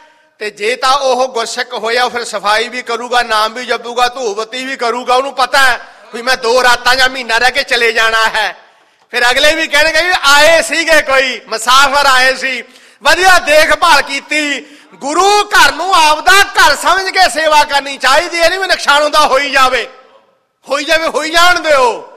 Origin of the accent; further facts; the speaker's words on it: Badhni Kalan, Punjab, India; ਮੇਰਾ ਪਿੰਡ ਬਧਨੀ ਕਲਾਂ ਜ਼ਿਲ੍ਹਾ ਮੋਗੇ 'ਚ ਹੈ